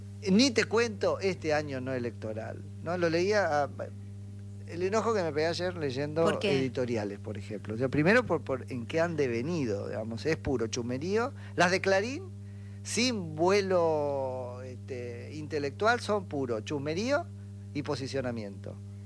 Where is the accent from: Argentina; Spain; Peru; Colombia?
Argentina; lo que los argentinos hacíamos con ella durante el día